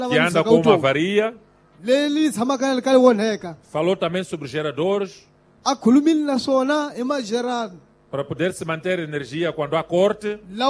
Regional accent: Mozambique; Dói a todos nós como moçambicanos.

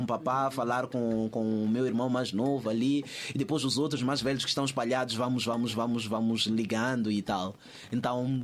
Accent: Mozambique; Eu sou moçambicano, eu falo assim, sempre cresci assim.

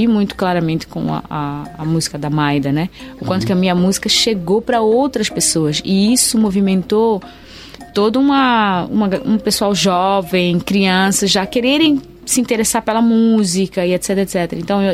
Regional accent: Mozambique; eu sou moçambicana, isso é, eu sou africana, eu sou uma mulher negra

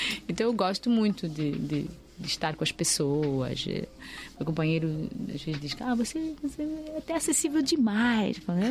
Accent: Mozambique; moved away as an adult; now in Brazil; eu sou muito moçambicana, eu sou moçambicana ferrenha, ferrenha.

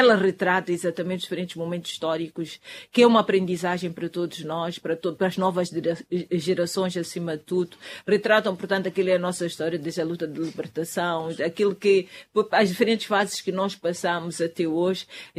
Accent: Mozambique; todos nós como moçambicanos

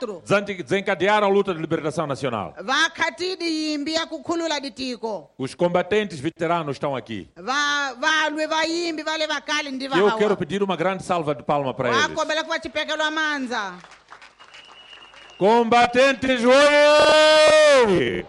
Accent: Mozambique; Todos nós, como moçambicanos

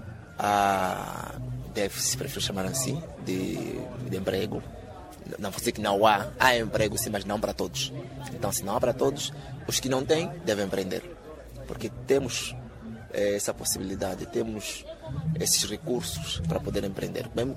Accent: Mozambique; nós como moçambicanos

